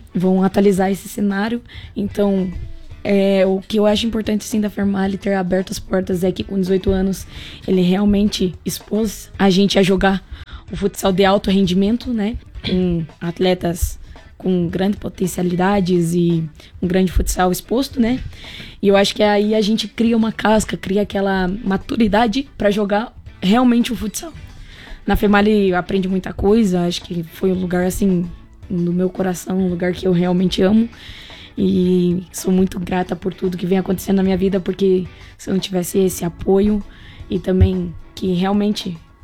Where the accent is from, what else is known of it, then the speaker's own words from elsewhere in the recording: Imbituva, Paraná, Brazil; Então, eu sou de Imbituba, Paraná. Uma cidade próxima a Ponta Grossa, Irati. É, interior, né? Do Paraná.